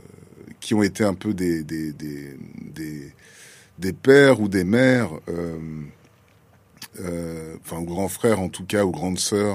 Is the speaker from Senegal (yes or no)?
yes; Dakar, Senegal; Parce que comme j'ai grandi à Dakar, il y a tout un pan aussi de la jeunesse diasporique que je n'ai pas forcément.